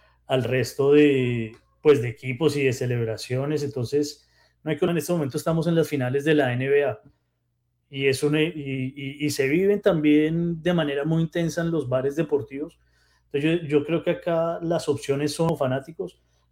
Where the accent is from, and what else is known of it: Colombia; now in Doral, United States